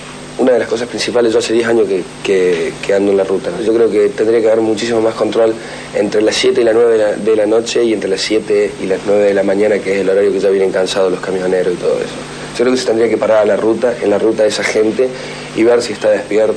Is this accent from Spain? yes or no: no; Córdoba, Argentina; Yo soy de Córdoba Capital.